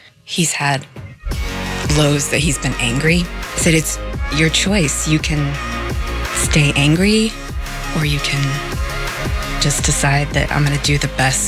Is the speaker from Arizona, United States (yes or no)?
yes; Phoenix, Arizona, United States; I'm Easton's mom. We are from Phoenix.